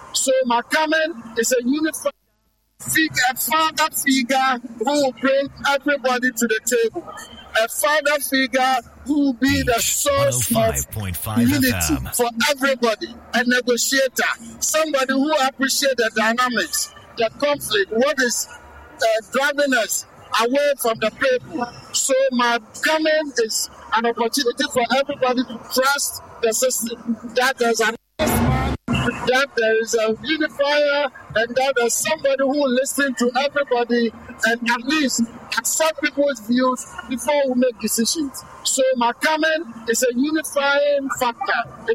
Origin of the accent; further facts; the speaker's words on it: Western Region, Ghana; Of course, I come from Amenti. I'm a proud Amenti man. So I have to let them establish the fact that I am an indigenous of this region.